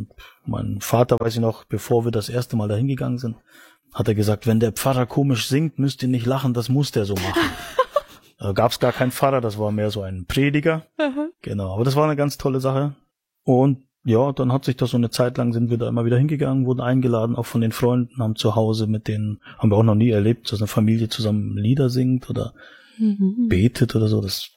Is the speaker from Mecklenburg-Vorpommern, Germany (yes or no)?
yes; Mecklenburg-Vorpommern, Germany; moved away as an adult; now in Austria; Komme ursprünglich aus Mecklenburg-Vorpommern, also bin ein Ostdeutscher, weil ich noch vor der Wende geboren bin, zu den DDR-Zeiten. Genau, und bin aber jetzt schon seit 20 Jahren in Österreich als Missionar unterwegs.